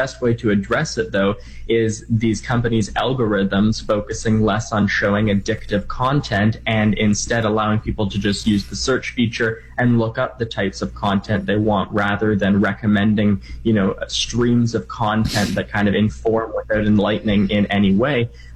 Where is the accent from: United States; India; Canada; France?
Canada; Yeah, or my home country of Canada either